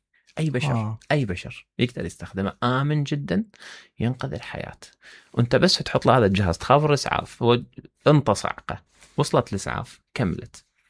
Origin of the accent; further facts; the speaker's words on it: Hillah, Babil, Iraq; يعني معاونة من الحكومة المحلية في بابل. أتمنى أن مدينتي تصير بهالطريقة